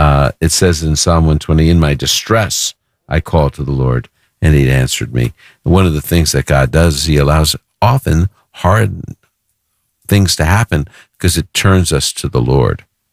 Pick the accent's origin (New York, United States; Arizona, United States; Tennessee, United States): New York, United States; New York City; because I'm from Brooklyn.